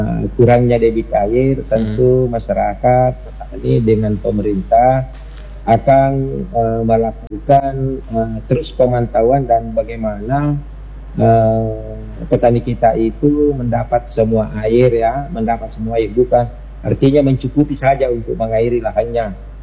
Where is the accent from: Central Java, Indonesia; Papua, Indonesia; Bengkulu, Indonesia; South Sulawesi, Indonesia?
South Sulawesi, Indonesia; Pinrang; khususnya di daerah saya Pindrang, itu kan hanya ada dua musim.